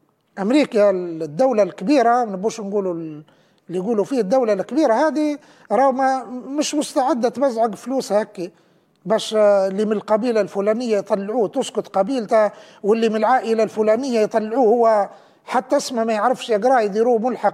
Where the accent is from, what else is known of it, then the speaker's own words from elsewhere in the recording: Libya; كلنا كليبيين